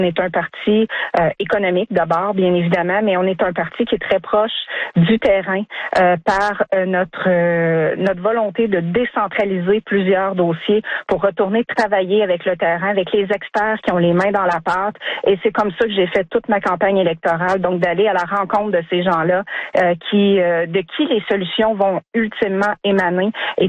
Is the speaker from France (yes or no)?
no; Drummondville, Quebec, Canada; je suis native de Drummondville. Ça, c'est la première chose. Je vis ici depuis plus de 30 ans.